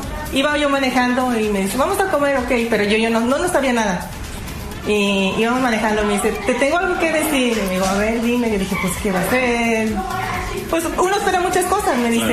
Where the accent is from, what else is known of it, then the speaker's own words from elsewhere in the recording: Mexico; moved away; es el México, el de nosotros, claro. En mi país.